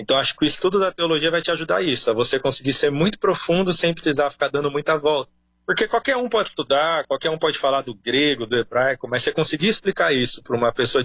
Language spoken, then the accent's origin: Portuguese; São Paulo, Brazil; E o que eu falo para as pessoas é: eu vim de São Paulo.